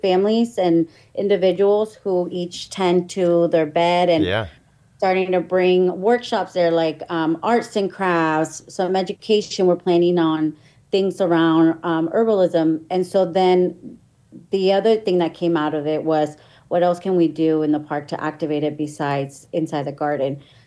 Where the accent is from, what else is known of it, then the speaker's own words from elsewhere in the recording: Sonoma Valley, the Springs, California, United States; growing up in Sonoma Valley in the Springs, Larson Park was like my community park growing up in the 90s